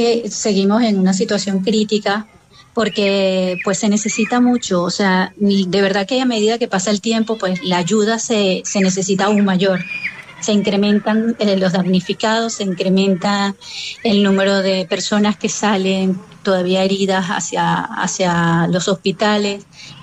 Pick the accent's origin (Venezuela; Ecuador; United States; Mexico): Venezuela; moved away as an adult; now in Almería, Spain; mi hija y yo somos dos venezolanas más, que tenemos ya 9 años en Almería, resididas aquí.